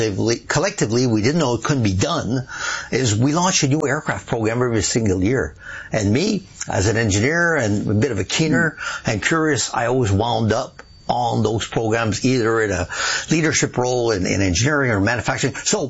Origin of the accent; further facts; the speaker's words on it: Montreal, Quebec, Canada; born there; also born or lived in Sherbrooke; Actually, I was born right here in Montreal, at Verdun, actually. But we only lived here a couple years at the time. My father was a manager at Sun Life, so we kind of moved around. We moved to Sherbrooke for about 3